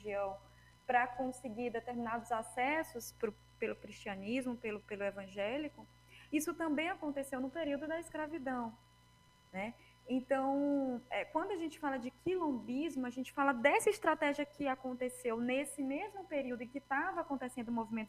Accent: Maranhão, Brazil; now in Recife, Brazil; Eu sou maranhense, esqueci de nomear isso no começo, mas o meu território é o Maranhão.

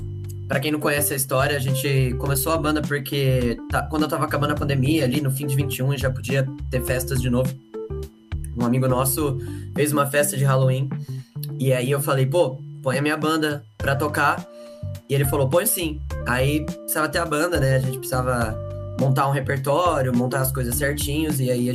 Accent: Santa Bárbara d'Oeste, São Paulo, Brazil; a gente é de Santa Bárbara do Oeste, do interior de São Paulo

